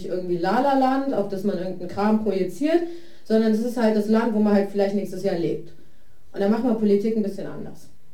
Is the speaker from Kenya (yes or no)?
no; Iraq; now in Germany; Ich bin selber Kurdin aus dem Irak, meine Eltern sind nach Deutschland geflohen vor dem Genozid von Saddam Hussein.